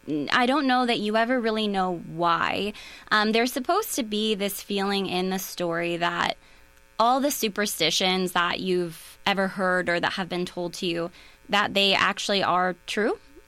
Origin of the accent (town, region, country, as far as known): Wisconsin, United States; born there